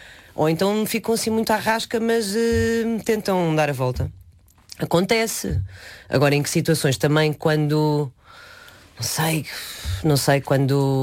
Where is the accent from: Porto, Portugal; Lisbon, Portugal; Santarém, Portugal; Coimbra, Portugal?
Lisbon, Portugal; Cascais; also born or lived in Leiria; Não, por acaso acho que nunca tive o hábito de dizer que sou de Leiria, porque nasci lá e com meses de idade mudei-me para Cascais. Mudei-me não, os meus pais mudaram-se e levaram-me atrás.